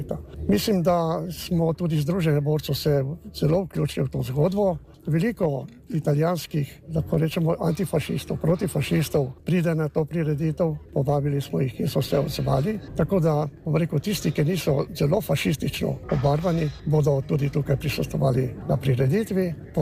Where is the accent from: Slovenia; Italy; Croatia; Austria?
Slovenia; Slovenian Littoral; Ta dogodek je pomemben, da smo Primorci prišli spet se združili z matično domovino